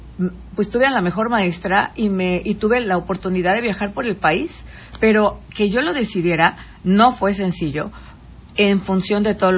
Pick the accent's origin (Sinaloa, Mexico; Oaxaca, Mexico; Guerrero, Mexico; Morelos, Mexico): Guerrero, Mexico; moved away